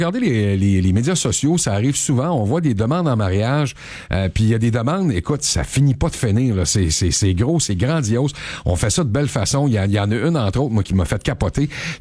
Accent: Quebec, Canada; ça, c'est chez nous au Québec.

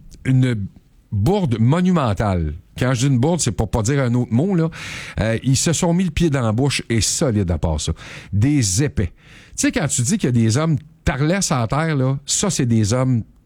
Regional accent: Quebec, Canada; ici, au Québec, chez nous, en Outaouais

